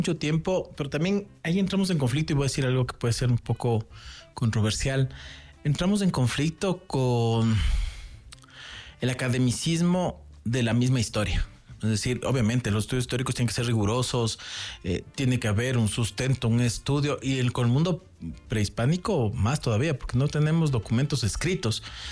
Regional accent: Ecuador; justo ahorita que estaba en Atacunga, ahí era mi tierra

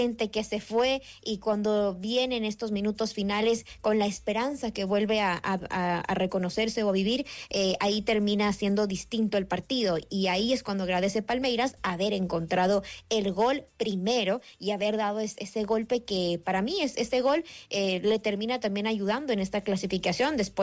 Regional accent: Ecuador

